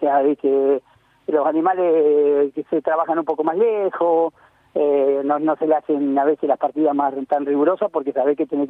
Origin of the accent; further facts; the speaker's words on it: La Pampa, Argentina; Nosotros que somos nacidos y criados en La Pampa, dos o tres días, Buenos Aires, todo bien. Pero ya el cuarto, se quiere volver.